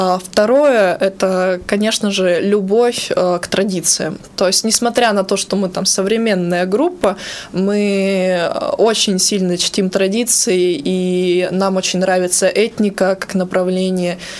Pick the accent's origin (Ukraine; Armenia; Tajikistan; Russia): Russia; Lesnoy, Sverdlovsk Oblast; also born or lived in Yekaterinburg; Город Лесной, закрытый город Русатома, я там выросла, родилась в Екатеринбурге, выросла там.